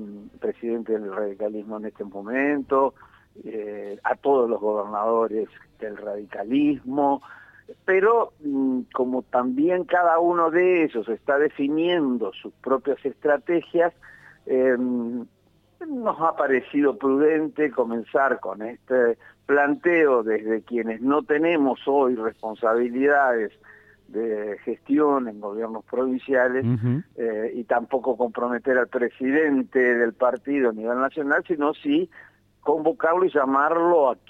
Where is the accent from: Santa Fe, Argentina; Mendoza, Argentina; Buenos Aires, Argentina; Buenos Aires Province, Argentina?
Santa Fe, Argentina; Si vos me preguntás a mí como santafesino